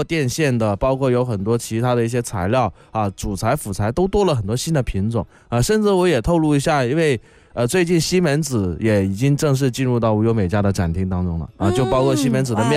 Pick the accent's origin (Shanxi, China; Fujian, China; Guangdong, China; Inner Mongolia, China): Guangdong, China; 就像我们广东话一个掰出来一个